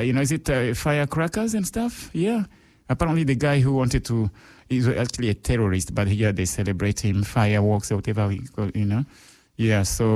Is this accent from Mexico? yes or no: no; Eastern DRC, DR Congo; DRC is actually a big country, and I grew up in Eastern there, where the conflict is really bad.